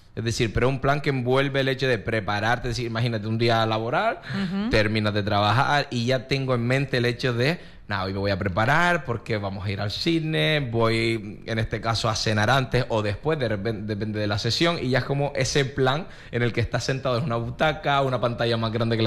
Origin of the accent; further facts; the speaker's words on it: Canary Islands, Spain; moved away as an adult; now in Lanzarote, Spain; Benji y yo, los dos somos de Gran Canaria, llevamos aquí...